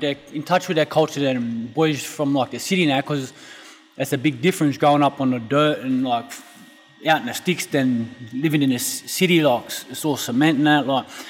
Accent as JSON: {"language": "English", "town": "Mount Druitt", "region": "New South Wales", "country": "Australia", "tie": "born or raised there"}